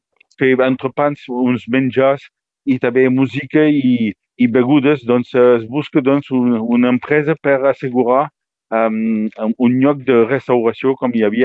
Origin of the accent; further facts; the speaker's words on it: Vilafranca de Conflent, Occitania, France; tot el dia, doncs, Buits de Graner a Vilafranca de Conflent, al meu poble.